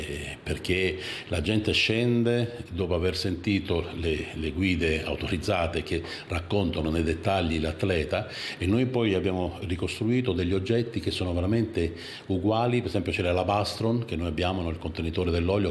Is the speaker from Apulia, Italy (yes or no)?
yes; Taranto, Apulia, Italy; per me che sono di Taranto, poi per me purtroppo ho questa malattia che amo profondamente la mia città